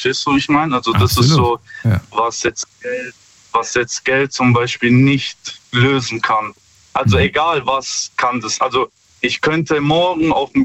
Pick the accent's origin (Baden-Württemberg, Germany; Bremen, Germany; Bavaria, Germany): Baden-Württemberg, Germany; Stuttgart; Ja, hi. Stuttgart.